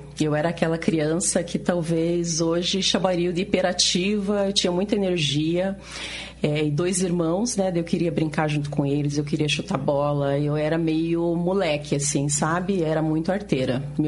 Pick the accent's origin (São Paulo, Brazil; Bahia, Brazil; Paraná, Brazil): Paraná, Brazil; Curitiba; Passei toda a minha infância, a juventude aqui em Curitiba.